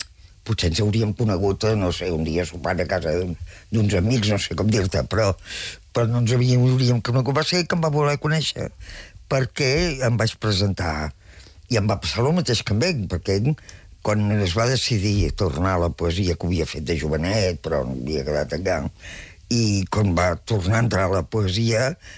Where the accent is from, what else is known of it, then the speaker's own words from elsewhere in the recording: Terrassa, Catalonia, Spain; Jo soc nascuda a Terrassa i vivia a Terrassa.